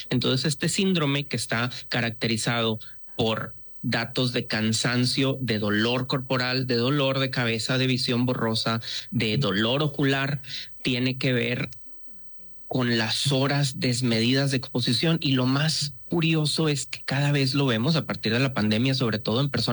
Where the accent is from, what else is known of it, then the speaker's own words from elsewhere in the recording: Reynosa, Tamaulipas, Mexico; also born or lived in Monterrey; soy de Reynosa, Tamaulipas.